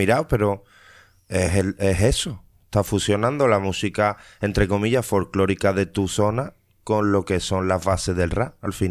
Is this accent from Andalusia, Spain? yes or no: yes; El Cuervo, Andalusia, Spain; Tengo 32 años, llevo haciendo música desde 2009 aproximadamente. Yo soy del Cuervo, de Sevilla, un pueblecito, el último de la provincia.